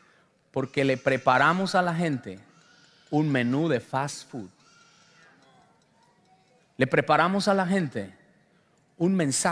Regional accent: Colombia; Yo recuerdo que yo soy de Colombia, pero algunos a lo mejor de sus países vivieron lo que yo viví

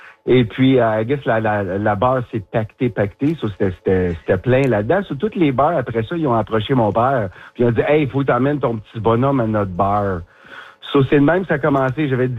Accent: Smooth Rock Falls, Ontario, Canada; moved away as an adult; now in Ottawa, Canada; J'étais un petit gars du nord de l'Ontario, moi aussi. Je viens de Smooth Rock Falls, Ontario. Alors, pas trop loin de Sudbury. Et puis, j'ai resté là 21 ans avant de m'en venir dans le bout d'Ottawa.

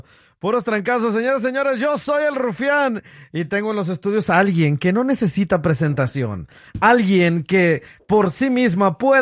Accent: León, Guanajuato, Mexico; Allá en mi tierra, en mi barrio, que es en León, Guanajuato, en mi barrio de San Nicolás.

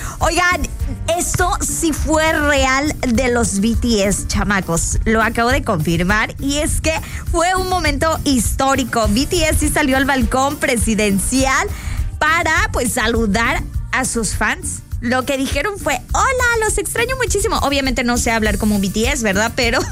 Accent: Mexico; sí, somos mexicanos

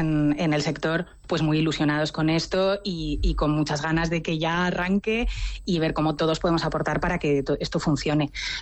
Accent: Zaragoza, Aragon, Spain; moved away as an adult; now in Madrid, Spain; Soy la única de Zaragoza, no oigo mi acento desde hace 3 meses.

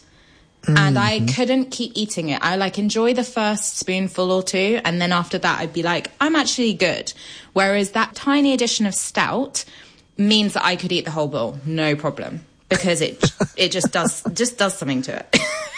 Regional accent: Paris, Île-de-France, France; because I grew up in Paris

